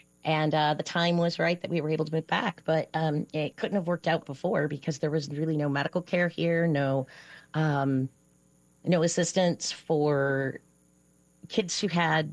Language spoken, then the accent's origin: English; Ottawa, Illinois, United States; I was born and raised in Ottawa, Illinois, which is in LaSalle County.